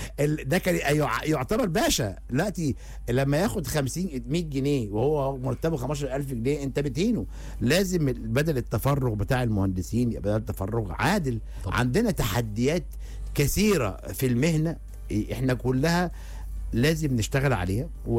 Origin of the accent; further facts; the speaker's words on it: Egypt; احنا عندنا في مصر حاجه اسمها المهندسين اللي بيشتغلوا باليوميه،